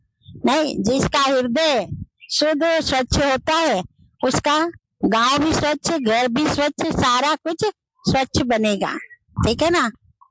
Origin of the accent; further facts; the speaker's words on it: Lucknow, Uttar Pradesh, India; moved away as an adult; now in Rajasthan, India; मैं हमारा native place है लखनऊ, और जब से मैं ब्रह्मा कुमारी रूप में समर्पित हुई हूँ तब से मैं राजस्थान में ही हूँ। आज मुझे 36 साल पूरे होने को आए, 37वां साल लगा है